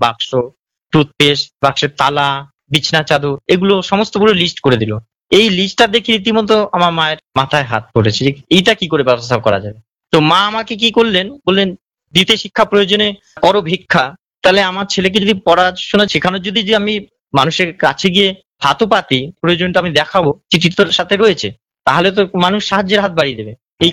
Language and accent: Bangla; Maslandapur, West Bengal, India; also born or lived in Narendrapur; আমাদের বাড়ি ওই মসলেন্দুপুর স্টেশনে আর ভিতরে যেতে হবে চণ্ডীপুর গ্রামে।